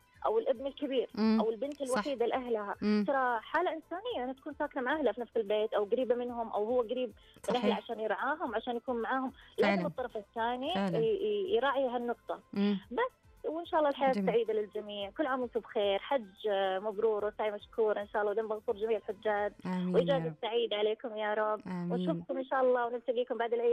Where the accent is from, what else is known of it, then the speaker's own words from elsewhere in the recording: Saudi Arabia; لان احنا كسعوديين كاسر سعوديه يعني الحمد لله مو محتاجين